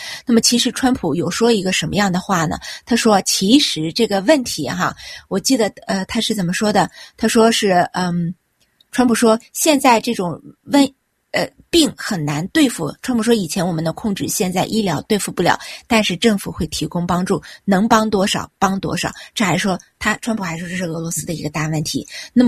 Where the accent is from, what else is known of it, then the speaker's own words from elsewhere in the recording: United States; 结果啊，一年播两次钟，咱们美国人是吵了几十年，这次他又卡住了。